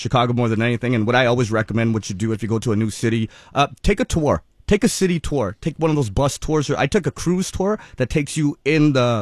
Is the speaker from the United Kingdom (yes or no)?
no; Canada; it's kind of tough going there, especially as a Canadian, but the people were so nice.